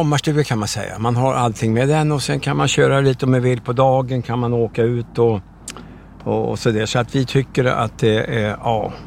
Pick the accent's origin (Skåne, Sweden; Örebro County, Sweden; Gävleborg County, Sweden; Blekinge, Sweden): Örebro County, Sweden; Kumla; så vi hälsar på dem, för vi kommer från Kumla nämligen.